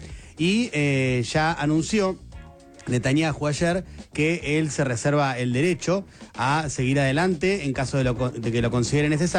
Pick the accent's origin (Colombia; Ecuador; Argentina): Argentina; Así somos los argentinos.